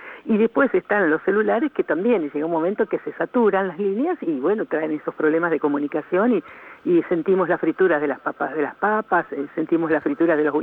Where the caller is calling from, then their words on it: Chascomús, Buenos Aires Province, Argentina; de Chascomús.